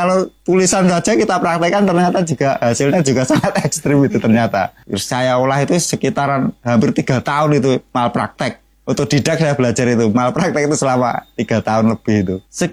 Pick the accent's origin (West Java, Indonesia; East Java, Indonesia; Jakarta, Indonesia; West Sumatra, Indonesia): East Java, Indonesia; Tulungagung; Perkenalkan … Saya berasal dari Gang Swasembada, Kalidawir, Tulungagung.